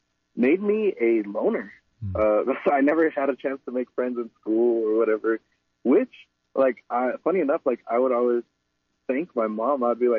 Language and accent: English; California, United States; So, yeah, being born and raised in SoCal, like all over SoCal, my every 2 years, my mom and I, we would move to a different city.